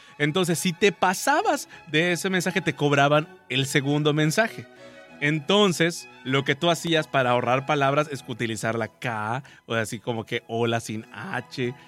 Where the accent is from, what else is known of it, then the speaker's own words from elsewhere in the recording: Mexico; moved away; allá en el pueblo de donde soy, en Temash